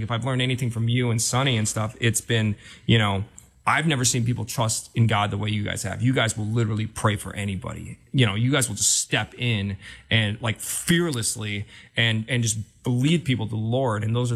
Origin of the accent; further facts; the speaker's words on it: South Korea; I'm adopted from Korea and I didn't tell a lot of people about it